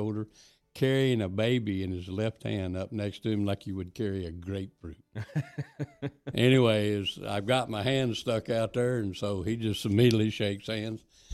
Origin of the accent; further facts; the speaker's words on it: Lubbock, Texas, United States; no, I'm from Texas. And he said, no doubt your accent confirms that. Where are you from? Lubbock.